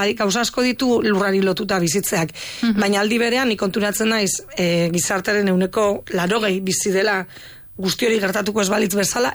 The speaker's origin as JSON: {"language": "Basque", "region": "Basque Country", "country": "Spain", "tie": "born or raised there", "said": "Ni esan dut moban herrian jaio naiz, herrian bizi izan naiz, baina gure etxetik Bilbora ordu erdi dago bakarrik."}